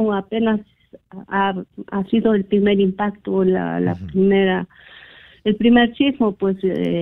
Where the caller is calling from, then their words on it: Chupaca, Junín, Peru; Soy docente de la Institución Educativa Héroes de Chupaca, de acá del barrio de Vista Alegre, de la distrito provincia de Chupaca.